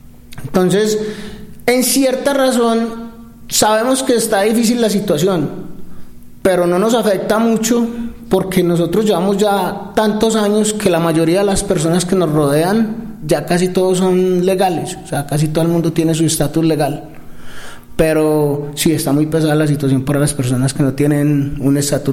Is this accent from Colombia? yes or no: yes; Colombia; now in Florida, United States; nosotros somos dos colombianos que llevamos radicados en Estados Unidos aproximadamente 25 años